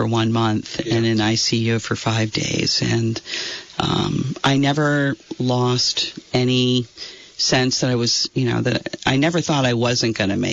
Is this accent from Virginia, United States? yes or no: yes; Fairfax, Virginia, United States; also born or lived in Haverhill, Massachusetts; growing up in Fairfax was a wonderful experience for me because, you know, my father packed us up in the VW bus. He lived in Massachusetts. I was actually born in Massachusetts. So I was 3 years old when we came here.